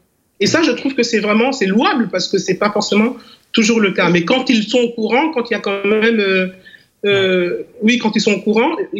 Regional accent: DR Congo; ici chez nous en RDC

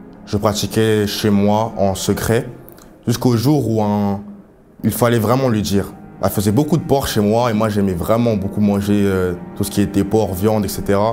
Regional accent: Paris, Île-de-France, France; J'ai grandi à Paris avec ma mère et pas mon père, je le connaissais pas du coup, mais ma petite sœur.

